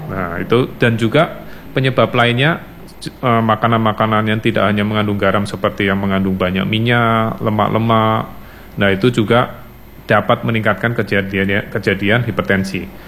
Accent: Indonesia

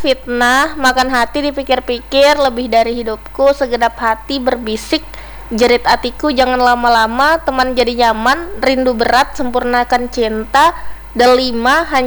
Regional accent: Samarinda, East Kalimantan, Indonesia; also born or lived in Martapura

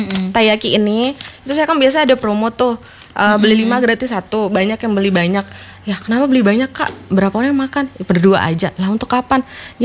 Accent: Lombok, West Nusa Tenggara, Indonesia; kita orang Lombok

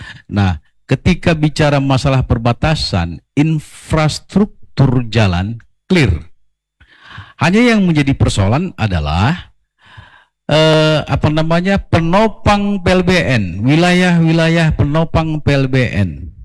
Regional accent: West Kalimantan, Indonesia; asli saya ini orang Sajingan.

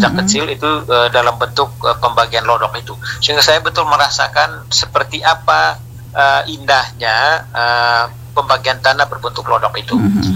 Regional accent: Rangat, East Nusa Tenggara, Indonesia; Artinya memungkinkan kalau misalnya di kampung saya misalnya di Rangat, Desa Bailolos, tahun 2014 kami membuka satu lahan luasnya kurang lebih 25 hektar.

